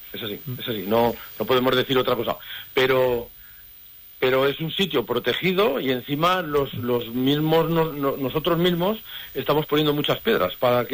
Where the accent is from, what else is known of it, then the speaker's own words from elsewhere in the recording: Teruel, Aragon, Spain; yo también soy yo soy de la provincia de Teruel, yo soy de Teruel, ¿eh?